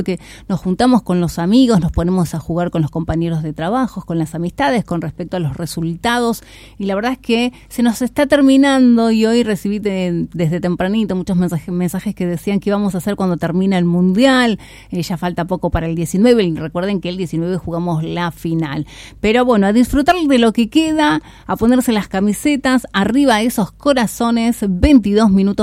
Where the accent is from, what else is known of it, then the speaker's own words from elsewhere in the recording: Argentina; el fútbol está dentro de nuestra cultura como argentinos.